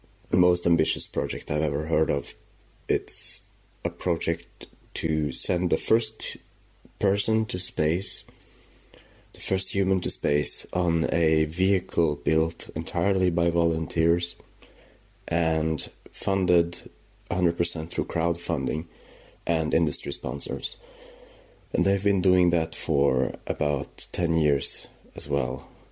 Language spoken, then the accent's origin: English; Norway; English is a second language; moved away as an adult; now in Berlin, Germany; I'm from Norway, but I've been living in Berlin since about a bit on and off for the last 10 years.